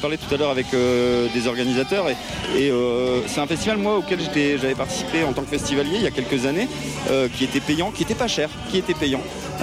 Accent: Outreau, Hauts-de-France, France; Parce que moi, je viens d'Outreau. Alors je peux lui montrer la tour du Renard selon le genre de tourisme, tu vois, qu'il aime faire, quoi, tu vois.

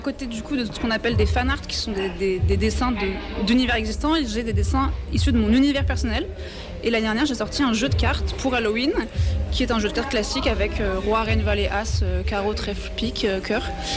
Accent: Lille, Hauts-de-France, France; Moi je suis originaire de Lille. Donc j'ai mes parents qui vivent à Lille

